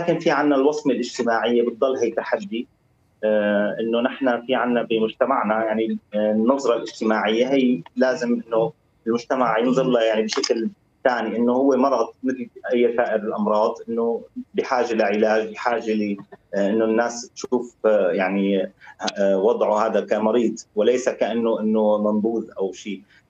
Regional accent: Syria

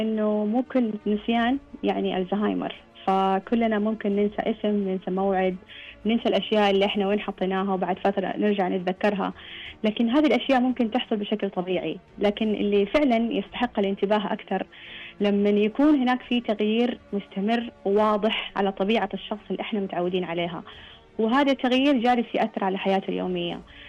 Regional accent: Saudi Arabia; عندنا بالسعودية

